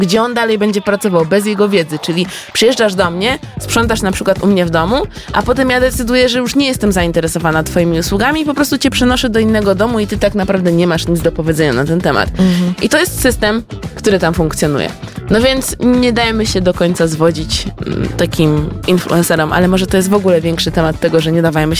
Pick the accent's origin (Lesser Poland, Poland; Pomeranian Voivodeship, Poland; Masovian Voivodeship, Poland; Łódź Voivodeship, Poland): Masovian Voivodeship, Poland; Warsaw; a ja jako warszawianka powinnam coś powiedzieć